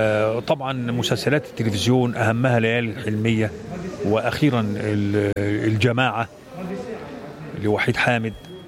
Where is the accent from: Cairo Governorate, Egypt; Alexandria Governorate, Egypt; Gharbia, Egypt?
Cairo Governorate, Egypt; عندنا في القاهرة